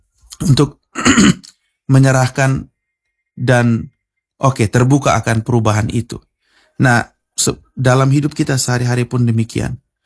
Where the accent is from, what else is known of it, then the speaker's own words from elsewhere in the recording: Kupang, East Nusa Tenggara, Indonesia; Kalau kita orang Kupang kan bilang